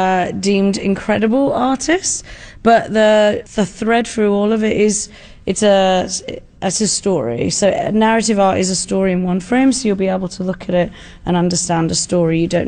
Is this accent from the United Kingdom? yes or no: yes; Midlands, United Kingdom; moved away; growing up in the Midlands in the UK, everybody had a bad version of dogs playing poker.